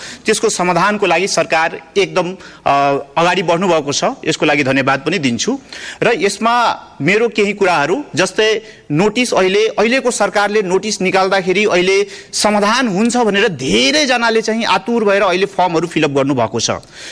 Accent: Madhesh Province, Nepal; born there; मेरै गाउँको कुरा गर्नुहुन्छ भने 200 भन्दा बढी मेरो वार्डमा, महागढीमा वार्ड नम्बर 7 मा

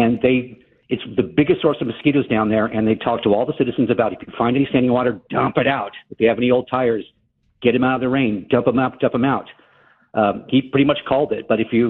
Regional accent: San Antonio, Texas, United States; now in Hyde Park, Chicago, United States; I was raised in San Antonio, Texas

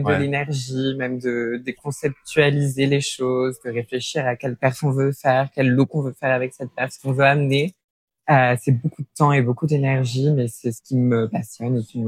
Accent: Normandy, France; moved away as an adult; Je suis originaire de Normandie, mais à 18 ans, j'ai voulu déménager à Paris

